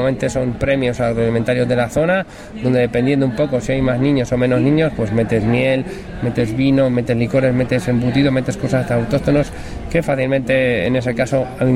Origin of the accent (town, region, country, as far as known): Palencia, Castile and León, Spain